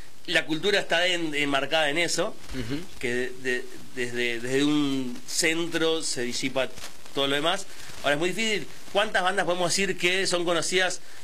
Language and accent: Spanish; Argentina; somos argentinos y somos tercer mundo